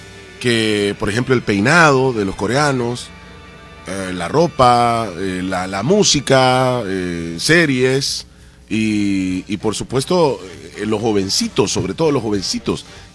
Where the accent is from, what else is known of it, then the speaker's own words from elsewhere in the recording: El Salvador; somos del Salvador.